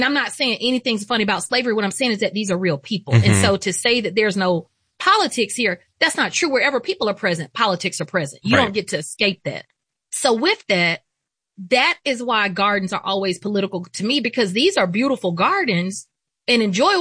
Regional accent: Georgia, United States; I'm from Georgia. We in South Carolina, the Deep South.

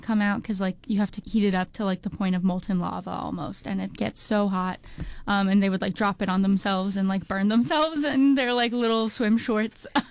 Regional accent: New Jersey, United States; And then I grew up in New Jersey.

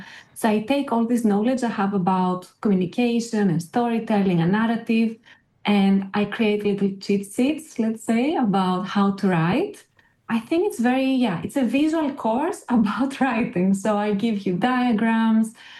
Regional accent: Athens, Attica, Greece; Yes, I come from Athens in Greece, and I actually made the magazine, These Are Landscapes, to escape Athens and travel in other cities without actually traveling.

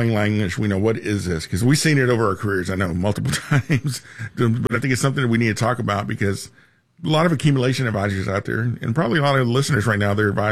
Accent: Houston, Texas, United States; Because I grew up in Southeast Houston, so you know, we're right there near about 40 minutes from the Gulf of Mexico.

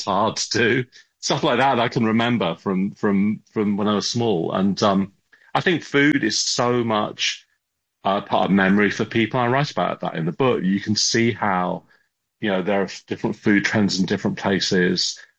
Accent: England, United Kingdom; moved away as an adult; now in San Francisco, United States; I had a very English upbringing, grew up in the middle of the countryside.

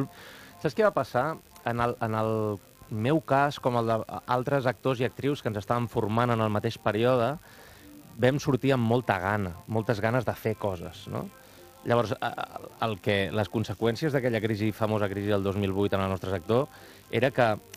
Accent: Manresa, Catalonia, Spain; He treballat molt a Manresa, en el món de l'hostaleria, que jo sóc de Manresa

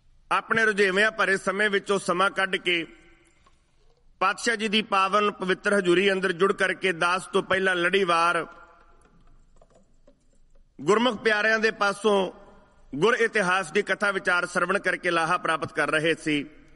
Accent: Punjab, India; now in Canada; ਉੱਥੇ ਇਹ ਧਰਤੀ ਕੈਨੇਡਾ ਦੀ, ਜਿੱਥੇ ਆਪਣੀ ਉਪਜੀਵਿਕਾ ਆਪਣੇ ਪਰਿਵਾਰ ਦੀ ਪਾਲਣਾ ਪੋਸ਼ਣਾ ਕਰਨ ਵਾਸਤੇ ਅਸੀਂ ਪੰਜਾਬ ਤੋਂ ਚੱਲ ਕੇ ਆਏ ਹਾਂ

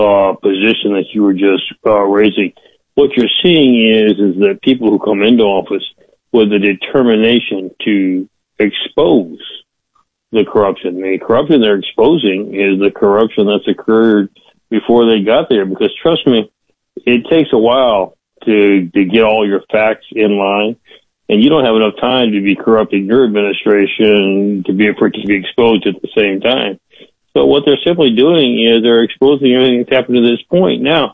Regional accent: Mexico; You know, I grew up in Mexico. My parents were missionaries. Mexico is socialist.

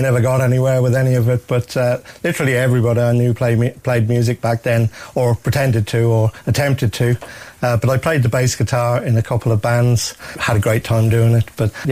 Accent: Cambridge, East of England, United Kingdom; born there; moved away as an adult; also born or lived in Wales / San Francisco, California; Yeah, so I grew up in Cambridge

